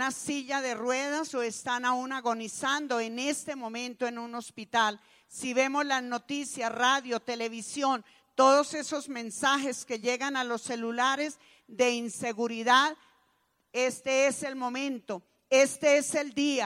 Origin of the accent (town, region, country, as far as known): Colombia